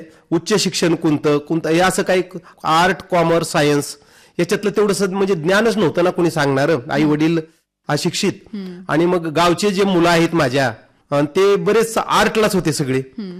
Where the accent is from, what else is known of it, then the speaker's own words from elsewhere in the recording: Chorakhali, Maharashtra, India; also born or lived in Yedshi; चोराखळी या ठिकाणी माझं शिक्षण झालं.